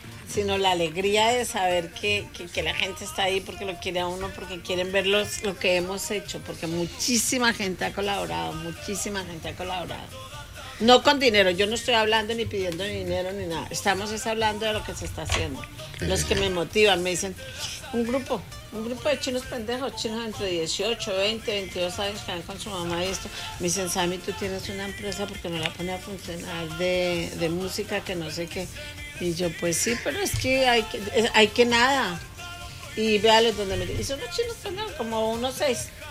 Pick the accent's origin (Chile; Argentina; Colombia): Colombia; tarotista colombiana